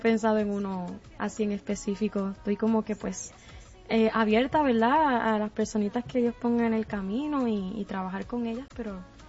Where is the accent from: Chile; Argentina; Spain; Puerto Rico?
Puerto Rico; now in Florida, United States; yo ahora mismo me encuentro en la Florida. Yo soy puertorriqueña